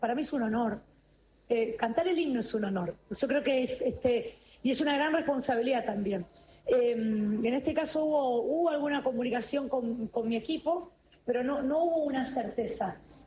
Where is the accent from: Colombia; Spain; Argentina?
Argentina; Santa Fe